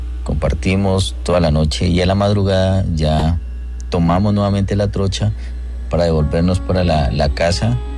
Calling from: Pitalito, Huila, Colombia; Yo me encuentro por acá, somos de acá de Pitalito, Huila.

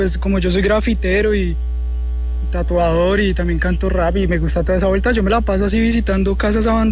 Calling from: Colombia; yo soy de Las Cruces, parcero, yo soy colombo coreano, pero pues soy de barrio bajo

